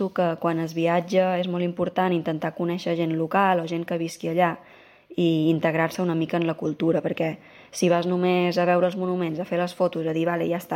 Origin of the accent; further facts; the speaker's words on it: Balearic Islands, Spain; moved away; also born or lived in Barcelona / Taiwan; tinc 33 anys i sóc traductora, intèrpret i professora. Sóc catalana criada a Mallorca